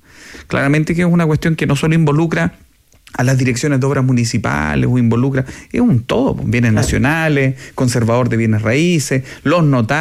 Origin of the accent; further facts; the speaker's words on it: Coquimbo, Chile; born there; Yo me acuerdo que cuando era chico iba al campo en Coquimbo